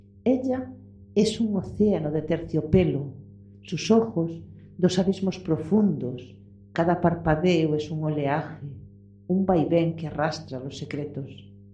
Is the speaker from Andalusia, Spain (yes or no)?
no; Ordes, Galicia, Spain; Mi pueblo de origen.